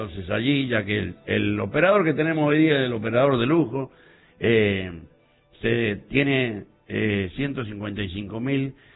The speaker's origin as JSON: {"language": "Spanish", "country": "Argentina", "said": "todo lo que nos dio como argentinos"}